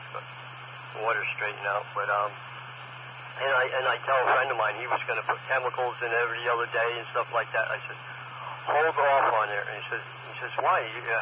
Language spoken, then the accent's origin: English; Norwalk, United States; when I grew up in Norwalk, we had a pool.